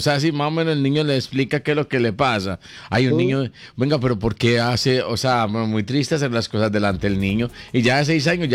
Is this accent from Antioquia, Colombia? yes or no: yes; Gómez Plata, Antioquia, Colombia; moved away; Ese es mi terruño